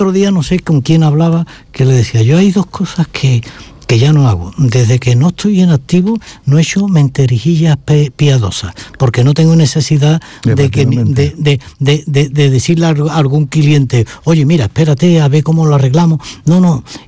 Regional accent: Seville, Andalusia, Spain; yo me siento muy sevillano y encantado de ser andaluz.

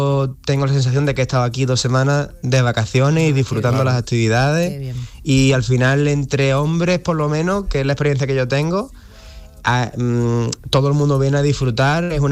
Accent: Cártama, Andalusia, Spain; como bien habéis dicho, soy de Cártama y una tarde estaba tomando un café en el bar del pueblo con mis amigos

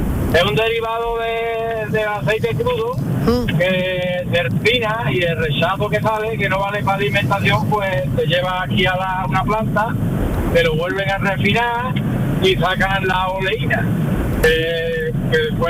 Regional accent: Lora del Río, Andalusia, Spain; now in La Luisiana, Spain; Yo soy nativo de Lora del Río y mi pueblo adoptivo es la Luisiana. Soy partido por la mitad.

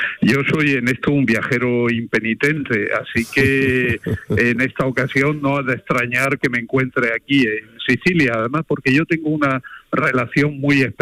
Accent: Granada, Andalusia, Spain; Yo que soy granadino de pura cepa, perdón por la expresión, pero claro, es que nací debajo de la Alhambra, en el Paseo de los Tristes, pues resulta, y toda mi familia pues ha sido granadina de toda la vida

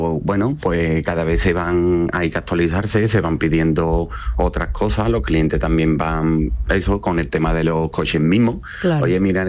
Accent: Seville, Andalusia, Spain; Yo soy de Sevilla.

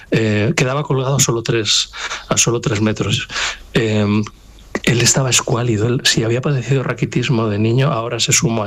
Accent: Montiel, Castilla-La Mancha, Spain; Ya sabes que yo soy de Montiel, estoy a una hora de Beas.

